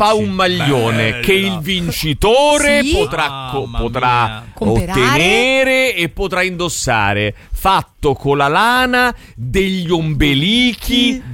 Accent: Martinengo, Lombardy, Italy; il mio paese, in provincia di Bergamo, c'è la sagra della patata di Martinengo. Di Martinengo, rigorosamente.

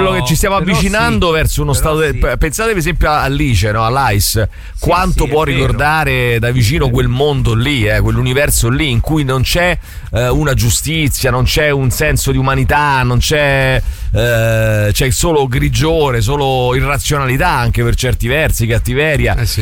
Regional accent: Apulia, Italy; Allora, attenzione, anche io sono un pugliese cafone come

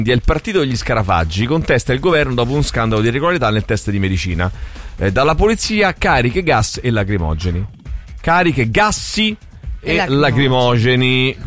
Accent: Latina, Lazio, Italy; born there; io so fascio perché sono nato a Latina. Nato basta quello.

